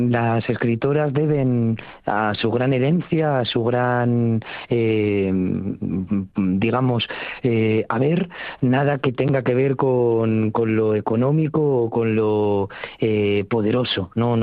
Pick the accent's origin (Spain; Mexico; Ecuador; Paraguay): Spain; Getafe, Community of Madrid; No hay problema ninguno cuando uno, como madrileño, como getafense, como mesetario, como laísta, come unos chorizos a la sidra